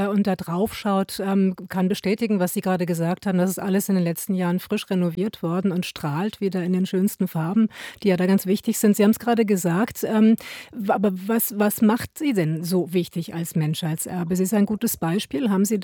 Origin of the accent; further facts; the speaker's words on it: Berlin, Germany; Ganz ehrlich, Papageiensiedlung haben wir in Zehlendorf nie gesagt. Der Begriff war mir persönlich neu. Ich bin sozusagen daneben groß geworden, habe viel Zeit als Kind in der Siedlung zugebracht